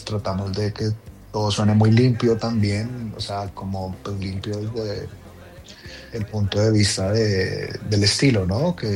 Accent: Colombia; el baile es demasiado importante en nosotros, ¿no? Como cultura, como colombianos, como latinos.

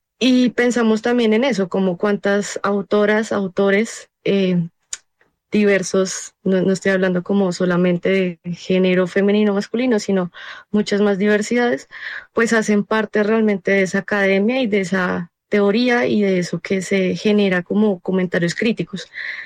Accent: Bogotá, Colombia; yo soy de Suba y la mayoría de las personas que conformamos la editorial, pues somos de SUBA.

